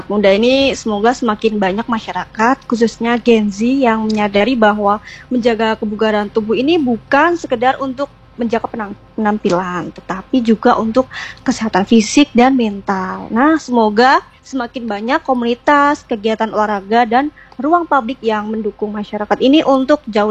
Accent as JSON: {"language": "Indonesian", "town": "Temanggung", "region": "Central Java", "country": "Indonesia", "said": "Saya kan orang Temanggung ya, jadi deket nih sama Sumbing."}